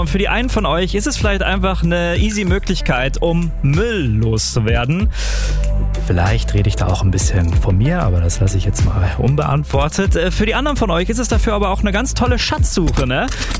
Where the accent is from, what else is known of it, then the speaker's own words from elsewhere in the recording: Bielefeld, North Rhine-Westphalia, Germany; now in Cologne, Germany; Also hier in Köln oder auch in meiner Heimat Bielefeld, da sehe ich die ständig